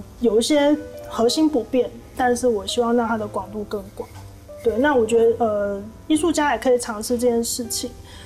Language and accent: Chinese; Taipei, Taiwan; 我是个台北人，但我其实没有那么了解台北。